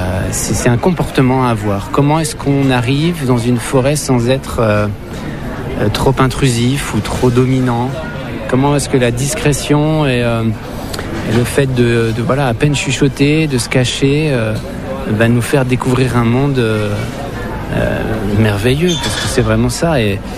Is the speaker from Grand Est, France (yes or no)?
yes; Grand Est, France; ça s'est passé dans nos forêts vosgiennes. et que j'ai jamais quitté finalement. Je vis toujours là où j'ai grandi quasiment.